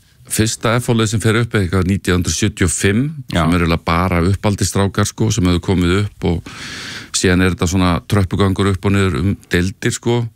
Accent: Hafnarfjörður, Capital Region, Iceland; En ég ólst upp í Hafnarfjörði fyrsta holtinu hjá M og Ava og svo fluttum við á Sléttarhraunið sem ekki langt frá Kaplakrika í Hafnarfjörði

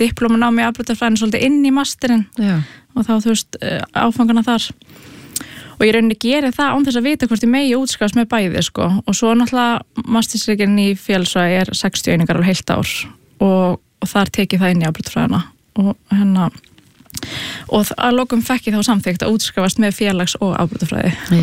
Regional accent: Breiðholt, Capital Region, Iceland; born or raised there

